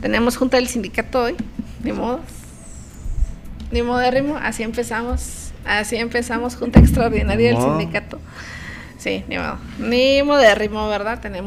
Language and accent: Spanish; Chihuahua, Mexico; no lo conocemos tanto como mexicanos o como de aquí de Chihuahua